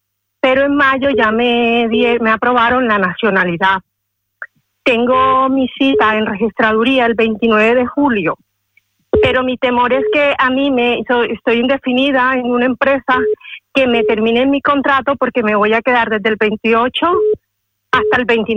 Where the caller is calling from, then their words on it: Madrid, Community of Madrid, Spain; me comunico desde Madrid